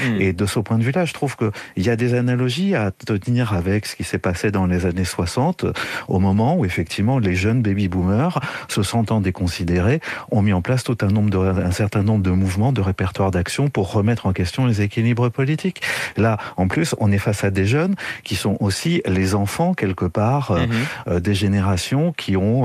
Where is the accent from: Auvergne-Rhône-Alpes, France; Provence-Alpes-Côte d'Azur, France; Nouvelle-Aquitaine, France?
Nouvelle-Aquitaine, France; Bordeaux; En tant que Bordelais